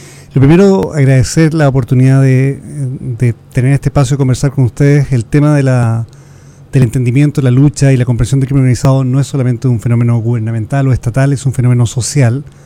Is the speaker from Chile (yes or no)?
yes; Chile; Obviamente mi acento no es uruguayo, soy chileno.